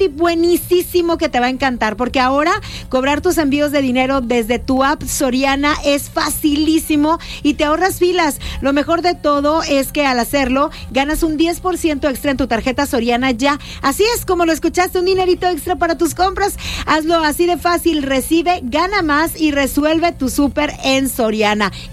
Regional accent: Mexico; todas las familias que nos quedamos en México.

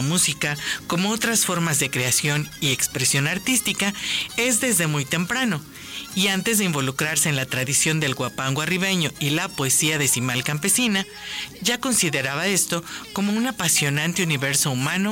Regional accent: Mexico; todos nosotros como mexicanos

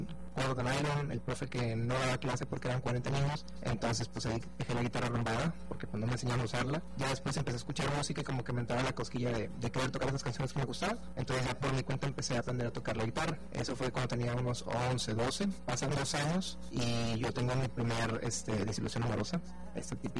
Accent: Guadalupe, Nuevo León, Mexico; Del municipio de Guadalupe. Claro, nacido ahí.

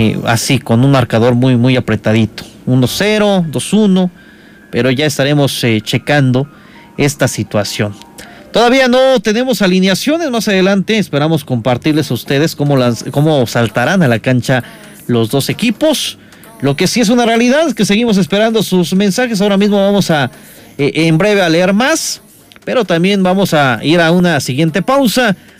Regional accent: Mexico; que es lo que decíamos todos como mexicanos

